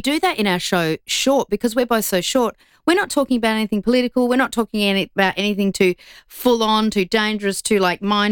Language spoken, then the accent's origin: English; Broken Hill, New South Wales, Australia; when I grew up, I grew up in Broken Hill. I don't know whether it was the lead in the water or what it was there